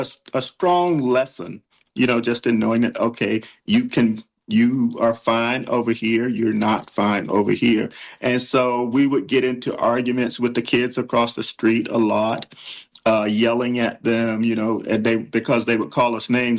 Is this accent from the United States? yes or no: yes; Georgia, United States; But I grew up, I was born in 61.